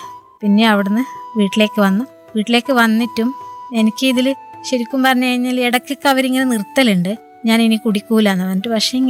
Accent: Karnataka, India; now in Kerala, India; ഞാൻ ജനിച്ചു വളർന്നത് കർണാടകയിലാണ്.

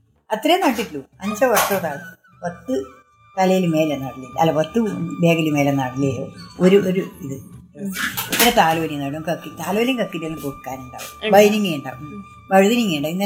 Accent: Aduvappuram, Kerala, India; Aduvappuram, Aduvappuram

